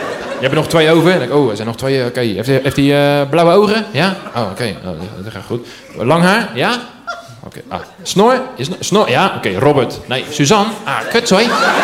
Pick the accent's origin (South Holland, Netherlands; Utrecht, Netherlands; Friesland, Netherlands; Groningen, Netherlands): South Holland, Netherlands; IJsselmonde; Ik kom uit IJsselmonde. Hier is hier vandaan. Om het hoekie. Ik ben opgegroeid daar.